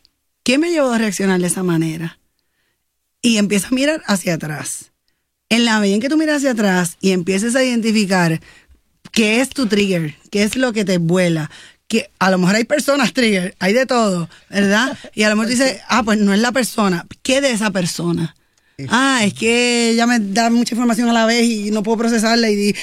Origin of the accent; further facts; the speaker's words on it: Puerto Rico; Y somos boricuas y los absolutos nos encantan, porque siempre pasa esto, porque nunca pasa esto.